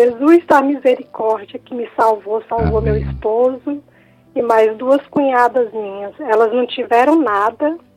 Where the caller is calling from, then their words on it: Brasília, Federal District, Brazil; Eu tô falando de Brasília.